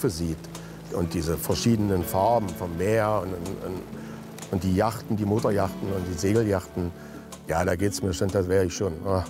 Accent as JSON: {"language": "German", "town": "Dessau", "region": "Saxony-Anhalt", "country": "Germany", "tie": "born or raised there", "moved": "as an adult", "lives_now": "Fiji", "said": "Ich komme ursprünglich aus Dessau, das war in der alten DDR."}